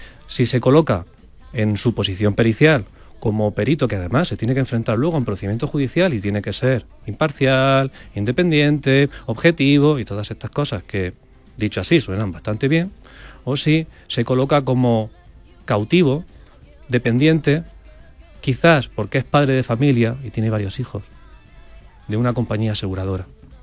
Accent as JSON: {"language": "Spanish", "town": "Linares", "region": "Andalusia", "country": "Spain", "said": "yo soy de Linares, en la provincia de Jaén."}